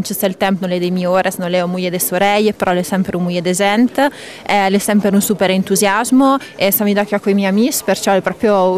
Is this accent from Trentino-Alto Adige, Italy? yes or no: yes; Canazei, Trentino-Alto Adige, Italy; vengo da Cianacei